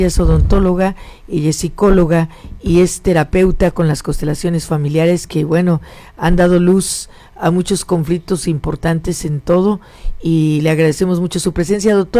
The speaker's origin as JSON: {"language": "Spanish", "town": "Irapuato", "region": "Guanajuato", "country": "Mexico", "said": "Bueno, yo soy de Irapuato."}